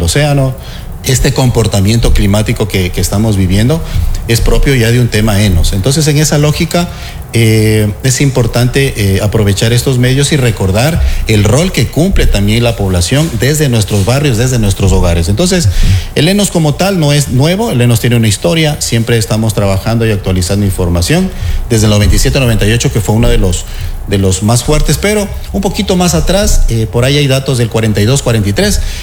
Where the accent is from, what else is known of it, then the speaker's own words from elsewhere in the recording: Ecuador; nosotros como ecuatorianos